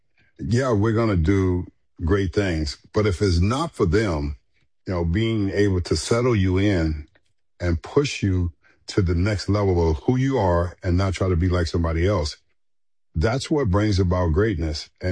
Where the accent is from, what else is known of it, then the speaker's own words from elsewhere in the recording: Los Angeles, California, United States; Most of the time, it was growing up in South Central, Crenshaw High